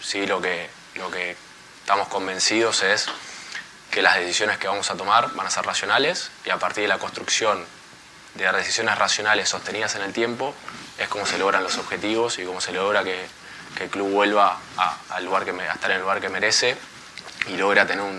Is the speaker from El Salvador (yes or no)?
no; Argentina; que es siendo argentino y no siendo local y no siendo de raíces acá